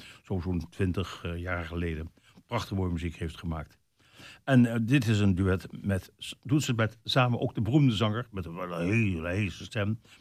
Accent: Netherlands

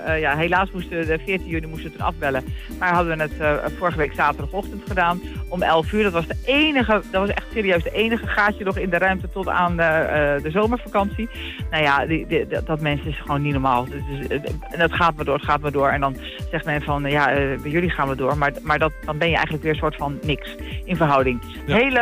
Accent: Apulia, Italy; moved away; wij komen natuurlijk zelf uit Puglia

